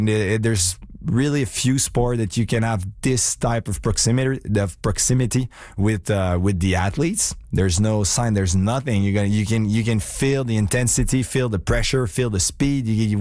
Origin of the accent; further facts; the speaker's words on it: Quebec, Canada; also born or lived in Montreal; I lived a bit in Quebec. I lived a bit in Montreal. I know those places. It was my hometown for some time.